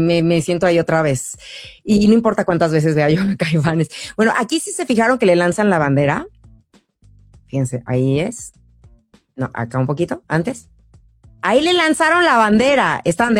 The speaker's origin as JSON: {"language": "Spanish", "country": "Mexico", "said": "lo digo muy orgullosa y como buena mexicana"}